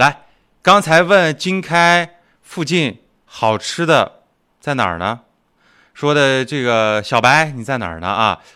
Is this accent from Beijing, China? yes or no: no; Shanxi, China; 作为一个山西人，替我去尝一尝那个美食怎么样吧？